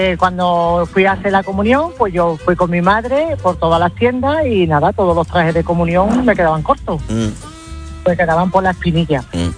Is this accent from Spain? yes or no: yes; Seville, Andalusia, Spain; Yo soy de Sevilla y todos los zapatos hasta hace poco